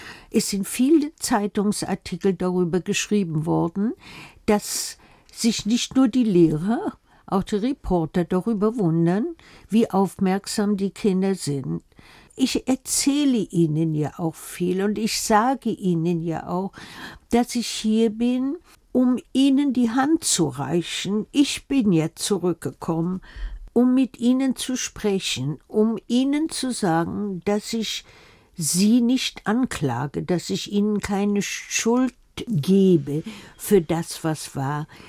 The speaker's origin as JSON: {"language": "German", "region": "Berlin", "country": "Germany", "tie": "born or raised there", "also_born_or_lived": "New York", "moved": "as an adult", "said": "Ich bin ja Berlinerin schließlich. Nicht Deutsche, aber Berlinerin. Richtig mit Spreewasser getauft."}